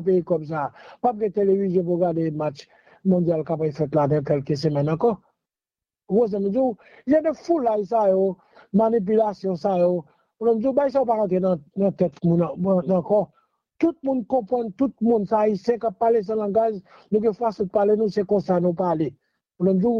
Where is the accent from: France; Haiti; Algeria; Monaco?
Haiti; Moi-même, je suis haïtien, je suis Haïti, je suis pays.